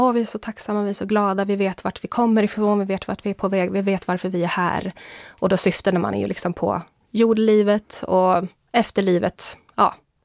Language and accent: Swedish; Sweden; jag var mormon före jag var svensk, brukar jag förklara det som nu